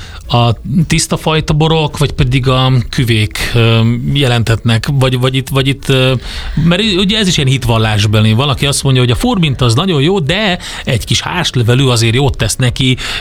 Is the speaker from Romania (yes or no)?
no; Szekszárd, Tolna, Hungary; moved away; én szekszárdi vagyok eredetileg